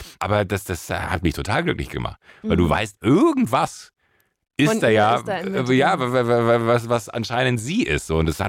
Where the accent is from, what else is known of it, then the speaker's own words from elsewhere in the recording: Rhineland, Germany; ich bin im Rheinland da groß geworden